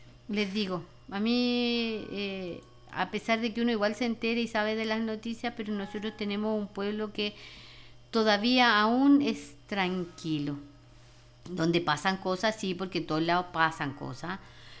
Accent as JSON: {"language": "Spanish", "country": "Chile", "said": "nosotros como chilenos tenemos cultura sísmica"}